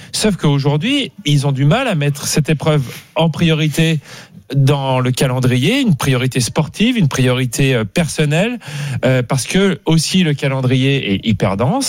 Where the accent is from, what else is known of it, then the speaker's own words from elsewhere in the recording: France; nous, déjà, en tant que Français